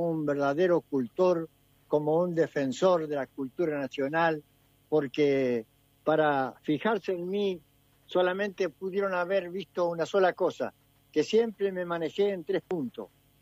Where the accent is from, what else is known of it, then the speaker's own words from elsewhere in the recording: Entre Ríos, Argentina; soy argentino, soy entrerriano.